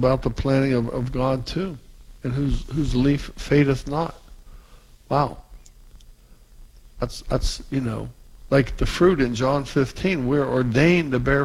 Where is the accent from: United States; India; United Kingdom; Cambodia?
United States; I'm from the Pittsburgh area in West Virginia.